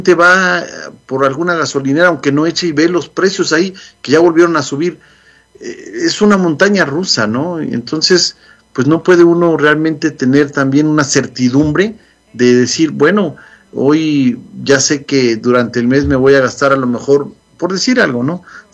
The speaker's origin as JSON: {"language": "Spanish", "country": "Mexico", "moved": "yes", "lives_now": "United States", "said": "como mexicano lo digo"}